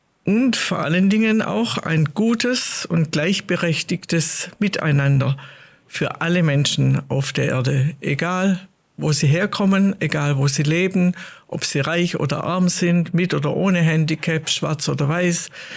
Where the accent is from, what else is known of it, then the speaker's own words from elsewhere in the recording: Uhingen, Baden-Württemberg, Germany; Ich komme aus Uhingen. Ich habe 3 erwachsene Kinder, 6 Enkelkinder